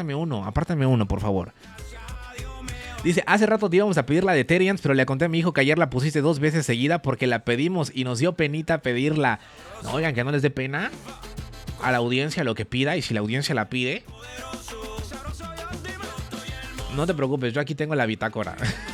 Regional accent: Puebla, Mexico; Yo soy de Puebla, pero media tiene riquísima gastronomía.

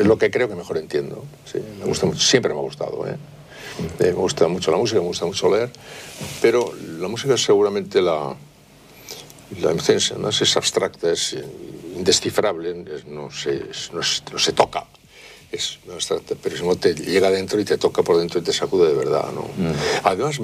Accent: Spain; No, no creo en Dios. Pero no creo en Dios, pero soy español. Quiero decir que no es lo mismo no creer en Dios siendo finlandés que no creer en Dios siendo español.

